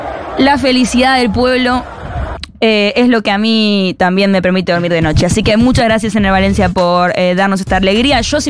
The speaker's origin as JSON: {"language": "Spanish", "country": "Argentina"}